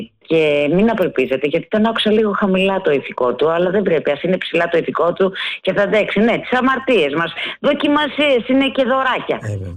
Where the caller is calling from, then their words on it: Artemida, Attica, Greece; είμαι από Αρτέμιδα